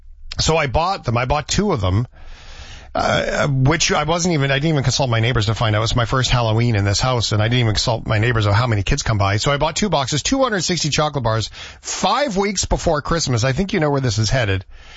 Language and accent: English; Port Alberni, British Columbia, Canada; born or raised there